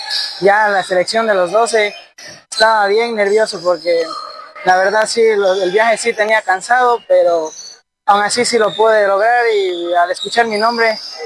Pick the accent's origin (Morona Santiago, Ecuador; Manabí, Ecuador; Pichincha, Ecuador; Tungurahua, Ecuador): Morona Santiago, Ecuador; Méndez; No soy de aquí, soy de Méndez.